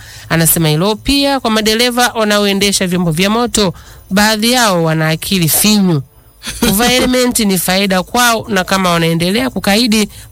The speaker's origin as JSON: {"language": "Swahili", "town": "Chato", "region": "Geita", "country": "Tanzania", "said": "natokea pande za Busalala Chato"}